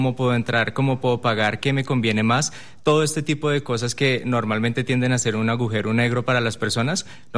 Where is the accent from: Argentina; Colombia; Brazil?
Colombia; moved away as an adult; now in Mexico City, Mexico; yo soy colombiano, pero ya llevo 8 años viviendo acá en Ciudad de México, así que ya prácticamente chilango.